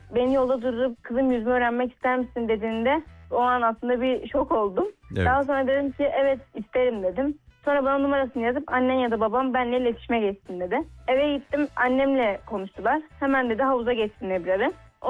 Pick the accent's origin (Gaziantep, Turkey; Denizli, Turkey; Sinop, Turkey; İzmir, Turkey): Gaziantep, Turkey; born there; 16 yaşındayım. 2010 Gaziantep doğumluyum.